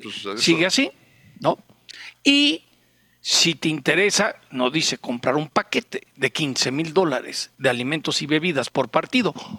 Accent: Mexico; Y duele como mexicano

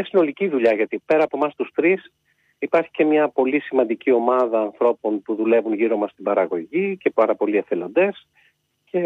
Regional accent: Kalamata, Peloponnese, Greece; και δεν το λέω επειδή είμαι εδώ και επειδή είμαι από την Καλαμάτα

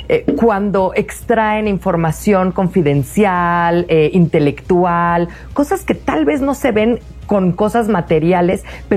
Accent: Mexico; si lo queremos ver como mexicanos

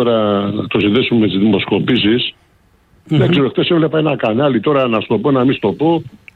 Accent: Athens, Attica, Greece; Εγώ μεγάλωσα στη Ριγίλη. Δηλαδή δίπλα ακριβώς.

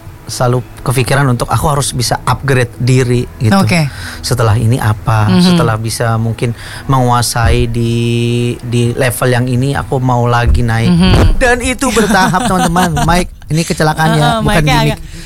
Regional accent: Mojokerto, East Java, Indonesia; born there; Waktu itu Mojokerto kak. Aku kan lahir di Mojokerto, Jawa Timur.

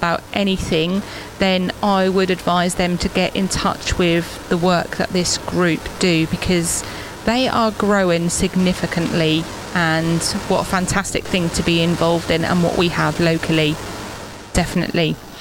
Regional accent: England, United Kingdom; We're English fans. That's what we do.

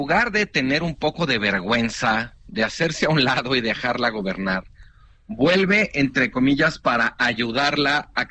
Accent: Mexico; Cuando dice con nosotros fue muy respetuoso, ese nosotros no somos los mexicanos.

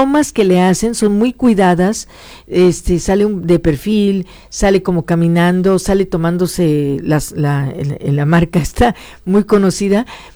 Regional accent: Guanajuato, Mexico; moved away as an adult; also born or lived in Mexico City; Muchas personas piensan que soy de la Ciudad de México, la quiero mucho, me trató muy bien. No soy de la Ciudad de México, soy de Guanajuato

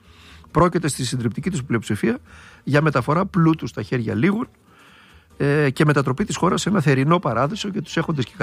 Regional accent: Greece; που είχαμε εμείς ως Έλληνες

